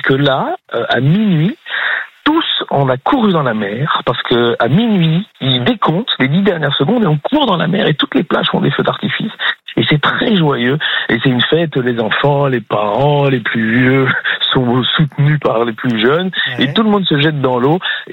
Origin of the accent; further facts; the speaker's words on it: Brussels, Brussels-Capital Region, Belgium; born there; de Bruxelles, on devait traverser toute la France.